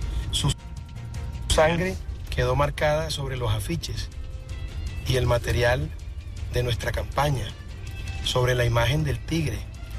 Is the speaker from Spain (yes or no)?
no; Colombia; como candidato presidencial y como colombiano que no se arrodilla ante los narcoterroristas.